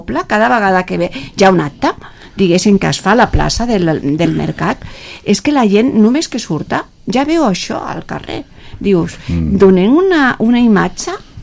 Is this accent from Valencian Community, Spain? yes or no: no; Sant Feliu de Llobregat, Catalonia, Spain; perquè el meu poble, que era Sant Feliu de Llobregat en aquell moment, no tenia tantes coses